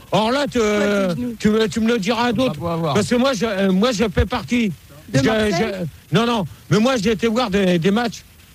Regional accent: Marseille, Provence-Alpes-Côte d'Azur, France; moi je suis Marseillais.

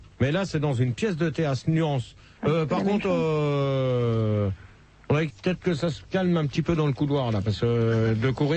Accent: France; Non, moi je suis français

